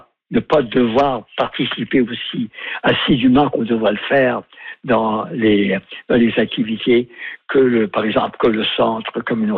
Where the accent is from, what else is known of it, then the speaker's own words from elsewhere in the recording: Saint-Joseph-du-Moine, Nova Scotia, Canada; moi, je suis originaire de Saint-Joseph-du-Moine, une annexe de Chitigan.